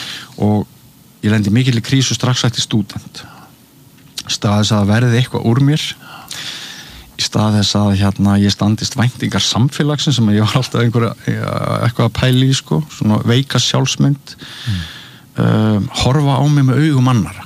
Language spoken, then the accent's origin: Icelandic; Mývatnssveit, Northeastern Region, Iceland; ég elst upp hann í Mývasveitinni, fer ungur í heimavistarskóla, svo til Akureyrar.